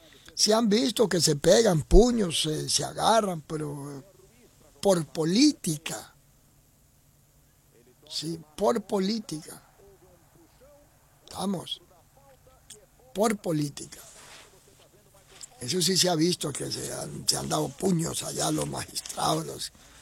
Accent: Argentina; Yo como argentino siempre soy muy agradecido de México por haber salvado la vida de cientos de argentinos durante la dictadura.

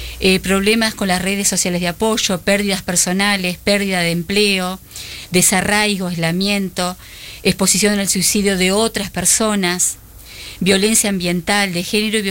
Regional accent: Uruguay; Nosotros como uruguayos

